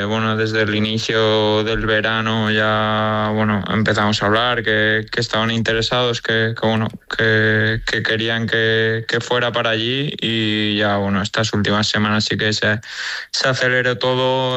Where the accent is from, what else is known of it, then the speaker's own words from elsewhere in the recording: San Sebastián, Basque Country, Spain; born there; Sí, yo nací en Donosti, sí.